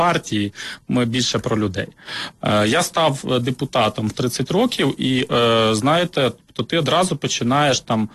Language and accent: Ukrainian; Mykolaiv Oblast, Ukraine; also born or lived in Hlukhiv, Sumy Oblast; Потім батьки мої переїхали на Миколаївщину, в село, де вся батькова родина, де мій батько народився. Там народилися мої брат і сестра. Але це північна частина Миколаївщини.